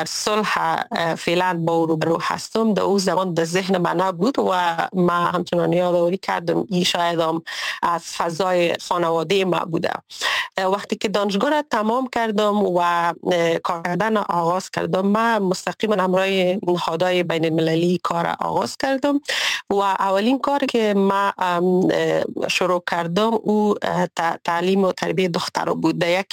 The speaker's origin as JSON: {"language": "Persian", "country": "Afghanistan", "tie": "born or raised there", "said": "با وجودی که ما یکی از جوانای بودیم که در خانواده تحصیل کرده بزرگ شدیم، متاسفانه در فضای اجتماعی افغانستان ما نتونستیم که مزه صلح پایدار بچشم"}